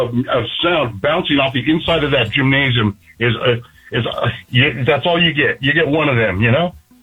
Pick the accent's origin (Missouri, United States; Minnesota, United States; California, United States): California, United States; Hayward; born there; now in Washington, United States; I was born in Hayward. I graduated high school in 77.